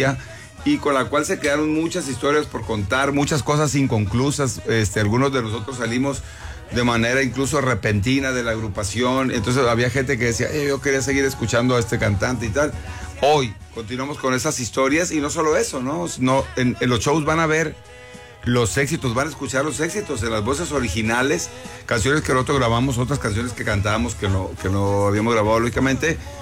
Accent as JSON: {"language": "Spanish", "town": "Mazatlán", "region": "Sinaloa", "country": "Mexico", "said": "Nosotros somos de Mazatlán, compadre Alex y yo somos de Mazatlán"}